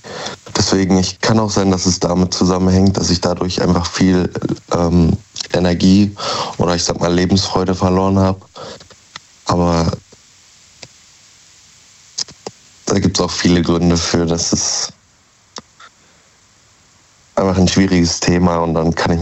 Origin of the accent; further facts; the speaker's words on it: North Rhine-Westphalia, Germany; Nähe Dortmund.